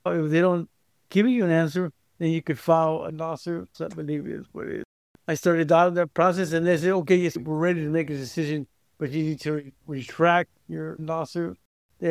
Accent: Compton, California, United States; But because I grew up in Compton, yes, I grew up around gang members.

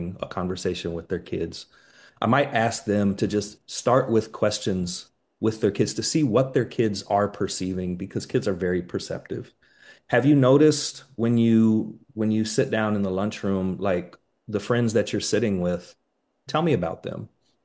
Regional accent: Kansas City, Missouri, United States; I grew up in Kansas City. I grew up right off of the historic red line in Kansas City.

